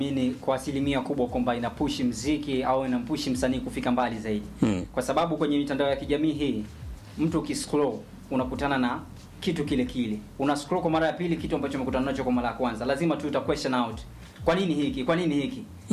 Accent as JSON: {"language": "Swahili", "town": "Bunda", "region": "Mara", "country": "Tanzania", "said": "Mimi natokea wapi? Natokea Mara. Bunda. Bunda ipo mkoa wa Mara, si ndivyo?"}